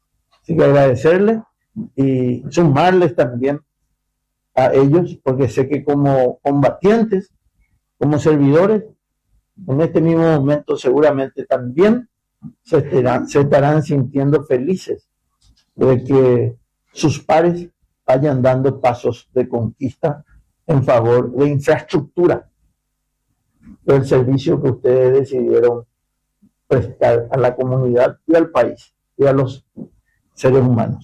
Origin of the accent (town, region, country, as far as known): Encarnación, Itapúa, Paraguay